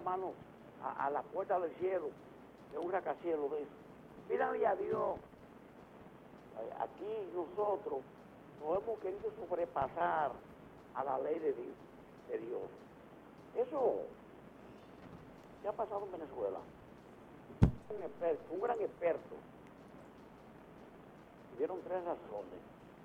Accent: Dominican Republic; Aquí nosotros, como dominicanos, al fin que somos

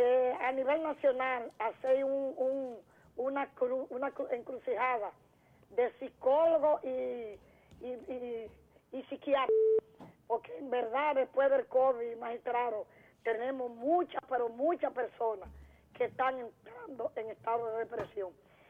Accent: Valverde, Dominican Republic; vecino de donde yo nací, me crié en Independencia.

